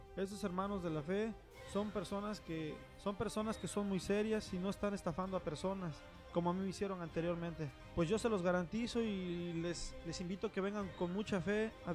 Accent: Cancún, Quintana Roo, Mexico; Yo vengo de la ciudad de Cancún.

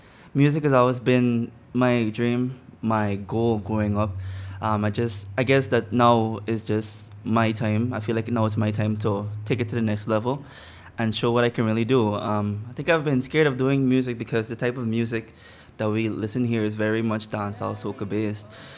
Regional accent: Agricola, Demerara-Mahaica, Guyana; born there; also born or lived in Diamond, Guyana; Yeah, I grew up in Agricola. Uh-huh. Yeah, very small, and then like around 10, I moved to Hurstellin

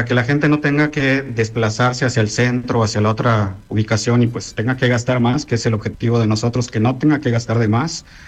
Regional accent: Chetumal, Quintana Roo, Mexico; Somos químicos de Chetumal, trabajando para ustedes, chetumaleños, de corazón.

